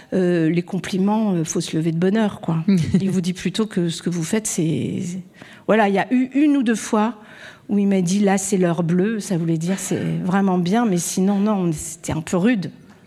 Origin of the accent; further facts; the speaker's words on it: Malakoff, Île-de-France, France; les gens dont j'habite à Malakoff.